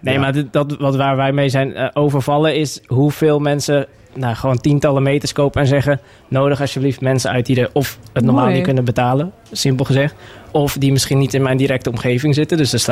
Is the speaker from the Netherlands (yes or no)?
yes; 's-Gravenpolder, Zeeland, Netherlands; Toen we naar Nederland kwamen, ben ik in Schravenpolder opgegroeid.